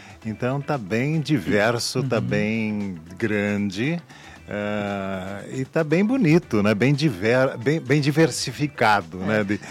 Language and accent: Portuguese; Lapa, Paraná, Brazil; born there; moved away; eu vim da Lapa. Eu criava porco, criava galinha, plantava milho e abóbora com meu pai.